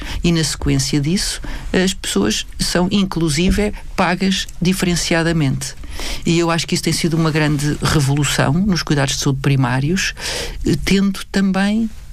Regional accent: Lisbon, Portugal; Então, eu fui nascida e criada em Lisboa, mesmo no centro, na zona do Rato, do Largo do Rato

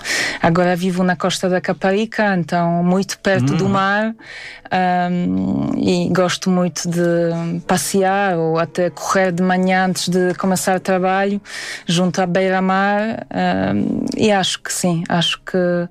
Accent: Warsaw, Masovian Voivodeship, Poland; Eu sou da capital, sou de Varsóvia, e adoro aquela cidade.

